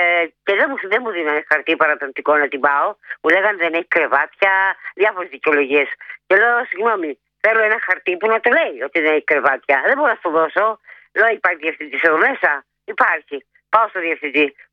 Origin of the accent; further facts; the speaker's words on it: Chalkida, Central Greece, Greece; Γιατί είμαι από τη Χαλκίδα και δεν τη γυρίζω πίσω.